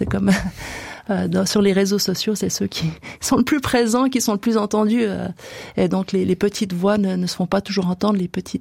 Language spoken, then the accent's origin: French; Switzerland; c'est facile de parler de Cuba quand on est Suisse, quand on y va pour les vacances